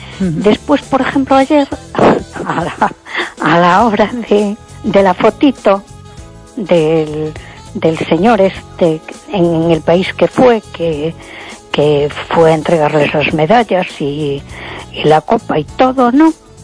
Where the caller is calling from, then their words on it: A Coruña, Galicia, Spain; de Coruña.